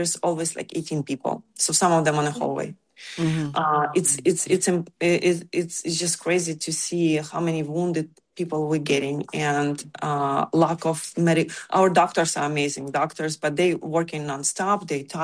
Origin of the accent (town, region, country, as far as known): Ukraine